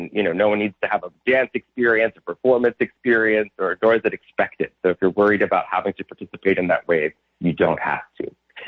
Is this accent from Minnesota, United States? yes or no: no; Arkansas, United States; moved away; growing up in Central Arkansas